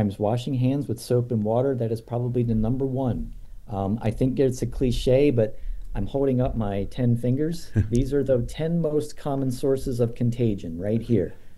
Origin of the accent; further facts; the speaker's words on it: United States; we as American citizens